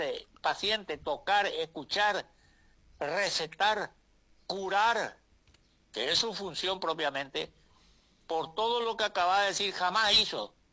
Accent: Paraguay; por nuestra experiencia como paraguayos

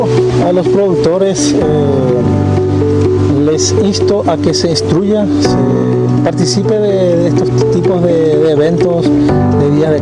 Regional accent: Paraguay; ¿Y por qué bancamos todos los paraguayos?

